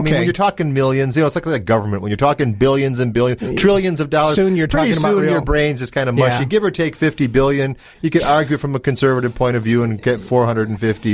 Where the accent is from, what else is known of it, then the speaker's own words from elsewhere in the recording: Wisconsin, United States; And I come from northern Wisconsin.